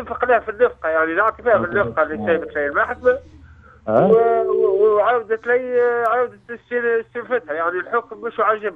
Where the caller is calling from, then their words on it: El Kef, Kef Governorate, Tunisia; من الكيف.